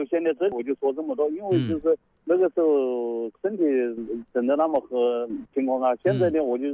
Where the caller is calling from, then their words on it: Yichang, Hubei, China; 我是宜昌的原黄金用户